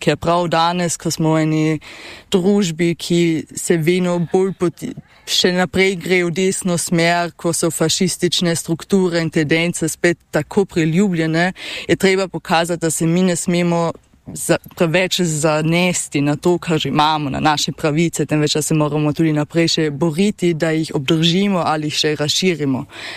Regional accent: Carinthia, Austria; mi kot koroški Slovenci in koroške Slovenke

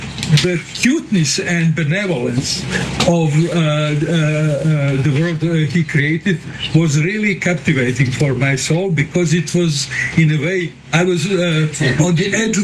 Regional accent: Zemun, Belgrade, Serbia; born or raised there

